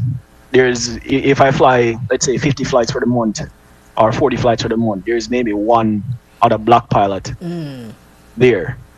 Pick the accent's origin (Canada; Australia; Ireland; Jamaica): Jamaica; moved away as an adult; now in United States; Went to high school in Jamaica. I was born and raised in Jamaica. I came here at a later age. Well, definitely after high school.